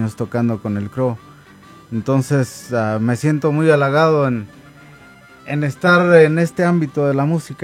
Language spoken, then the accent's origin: Spanish; Querétaro, Mexico; now in Denver, United States; soy originalmente de Querétaro, ya bastantes años tengo algo aquí